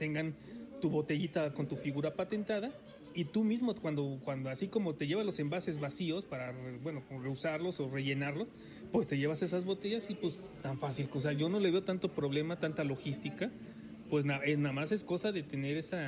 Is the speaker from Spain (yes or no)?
no; Mexico; nosotros como mexicanos